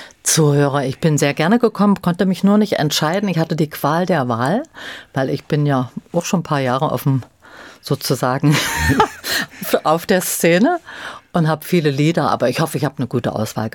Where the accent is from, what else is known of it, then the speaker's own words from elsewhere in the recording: Halle, Saxony-Anhalt, Germany; Ich habe mich für ein Lied entschieden, was ich für meine Heimatstadt Halle geschrieben habe.